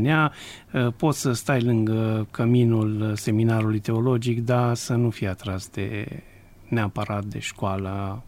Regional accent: Alba Iulia, Alba County, Romania; born there; Cei care sunt din Alba Iulia, și eu sunt născut în Alba Iulia

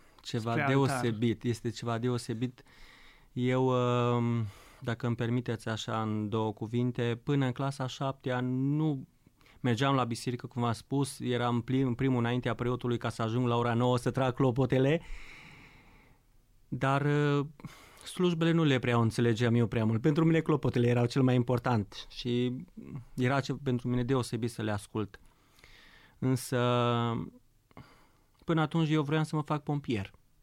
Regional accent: Solomon, Sălaj County, Romania; now in Poiana Aiudului, Romania; prima dată teologia am învățat-o în satul meu natal, de la părinții mei, din satul Solomon, comuna Grâbou, județul Sălaj.

